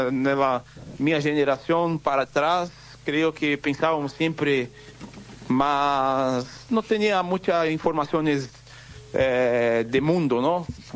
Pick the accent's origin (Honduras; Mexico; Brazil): Brazil; Spanish is a second language; somos acá en Brasil